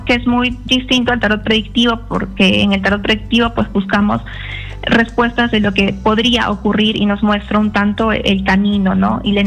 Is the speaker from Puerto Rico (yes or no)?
no; Arequipa, Peru; Sí, yo soy de Arequipa.